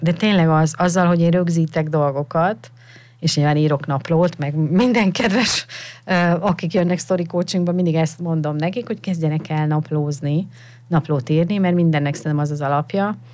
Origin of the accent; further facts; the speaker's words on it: Miskolc, Borsod-Abaúj-Zemplén, Hungary; now in Budapest, Hungary; én Miskolcról származom, ugye Észak-Kelet-Magyarország, nagyon pici hely, és én már gyerekkoromban is azt éreztem, mivel sok falusi rokonunk, vagy hát a rokonaink mind falukból, különböző falvakból származtak a környékről, hogy én nem is kisvárosi lány vagyok, én falusi lány vagyok.